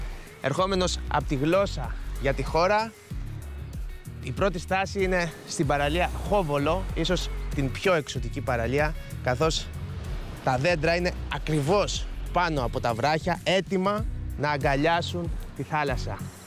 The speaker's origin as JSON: {"language": "Greek", "town": "Skopelos", "region": "Thessaly", "country": "Greece", "said": "Πάμε τώρα να σου γνωρίσω το νησί μου."}